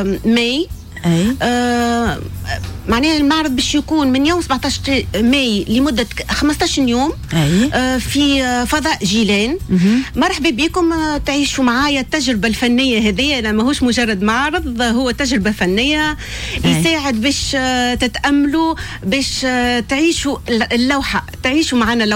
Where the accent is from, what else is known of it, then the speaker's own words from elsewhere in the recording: Nabeul, Nabeul Governorate, Tunisia; بما أني أنا أصيلة المدينة.